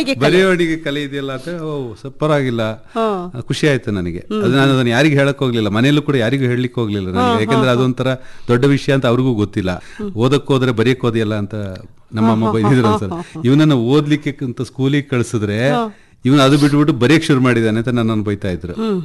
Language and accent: Kannada; Kodagu, Karnataka, India; also born or lived in Suntikoppa / Koyanadu / Sampaje / Madapura; ಹಾಗಾಗಿ ಅಷ್ಟು ಭಾಷೆಗಳನ್ನ ಕಲೀಲಿಕ್ಕೆ ಸಾಧ್ಯ ಆಗಿದ್ದು ನಾನು ಕೊಡಗಿನಲ್ಲಿ ಹುಟ್ಟಿದ್ರಿಂದ ಮಾತ್ರ. ಬೇರೆ ಯಾವ್ದಾದ್ರು ಕಡೆ ಹುಟ್ಟಿದ್ರೆ ಬರೀ ಒಂದೆರಡು ಲ್ಯಾಂಗ್ವೇಜ್ ಮಾತ್ರ, ಅಷ್ಟು ಭಾಷೆಗಳಲ್ಲಿ ನನಗೆ ಚೆನ್ನಾಗಿ ಅರ್ಥನೂ ಆಗುತ್ತೆ, ಮಾತಾಡ್ಲಿಕ್ಕೂ ಬರುತ್ತೆ.